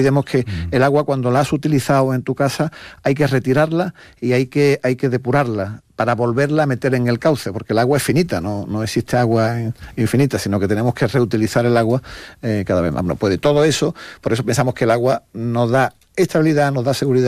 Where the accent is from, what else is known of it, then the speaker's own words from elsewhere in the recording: Spain; a lo mejor en mi tierra aquí o quizás no. Pero sí deberíamos conocer el valor del agua, porque lo que sí hacemos bien los españoles es, cuando nos dan una nota de que hay que ahorrar agua y tal, hacerlo.